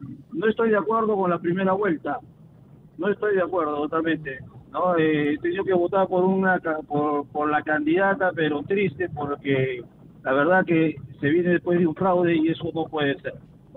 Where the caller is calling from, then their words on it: Lima, Peru; en el centro de Lima.